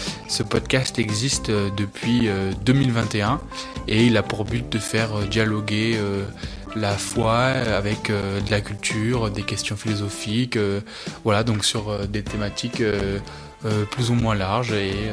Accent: Toulouse, Occitanie, France; now in Lyon, France; donc j'habite à Lyon depuis avril, mais je viens de Toulouse où je faisais et je finis un master en droit des affaires.

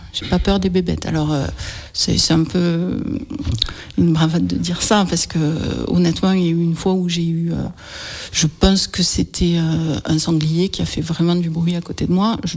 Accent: Southern France, France; accent: méridional (southern French); je suis méridionale, ça s'entend oui. À mon accent.

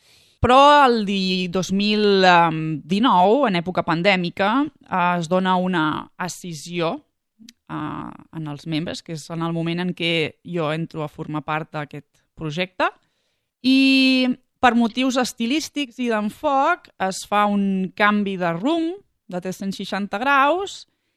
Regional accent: Figueres, Catalonia, Spain; born there; I jo mateixa … que vaig néixer a Figueres.

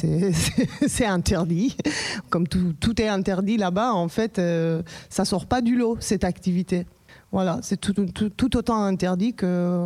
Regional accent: Iran; moved away; je suis iranienne, donc je suis née et grandie là-bas. Voilà, moi, j'ai quitté l'Iran il y a 18 ans

